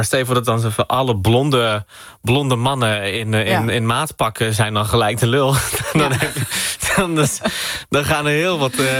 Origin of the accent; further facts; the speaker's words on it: Morocco; also born or lived in Netherlands; Toen ik denk, maar ik ben ook Marokkaans.